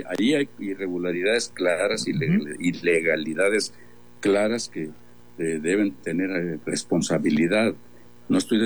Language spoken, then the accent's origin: Spanish; Mexico; me da vergüenza como mexicano